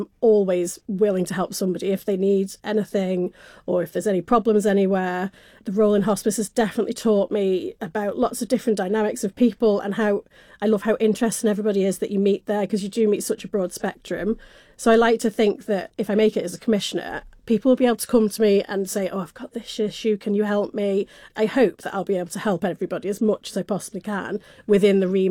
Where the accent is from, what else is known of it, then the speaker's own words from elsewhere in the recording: Isle of Man; also born or lived in Santon; I grew up in Moran. I attended the playgroup, so I started in playgroup and went through primary. I lived in Santon, but Moran was my local area.